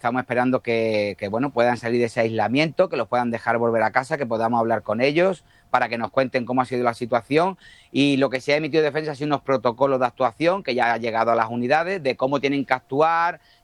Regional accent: Spain; nosotros que venimos de Europa, de España

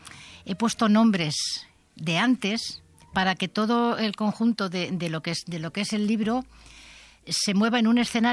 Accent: Castilla-La Mancha, Spain; born or raised there

